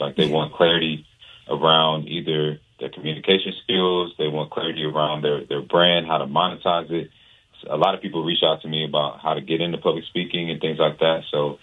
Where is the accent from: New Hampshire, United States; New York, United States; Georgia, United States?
Georgia, United States; Atlanta; also born or lived in Gwinnett County, Georgia; I was born in Atlanta, Georgia, but my parents are from Liberia, from West Africa. Came here in the early 80s